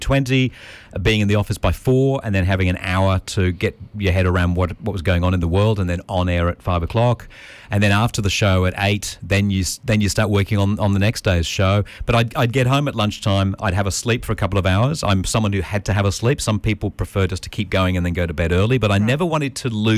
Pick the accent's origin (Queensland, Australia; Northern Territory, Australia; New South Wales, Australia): Queensland, Australia; Manly; But also, look, I grew up in Manly, not too far from here, obviously.